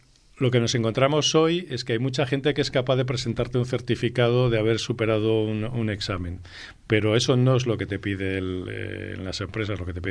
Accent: Spain

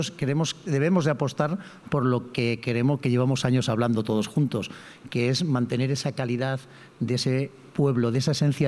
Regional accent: León, Castile and León, Spain; now in Villajoyosa, Spain; Yo soy de León. Fantástico. Pero llevo 33 años aquí en Villaj

